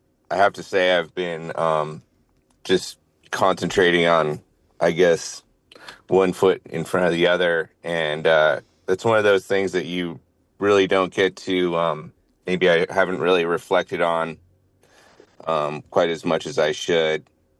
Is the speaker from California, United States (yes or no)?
yes; California, United States; I grew up in Southern Humboldt on Elk Ridge.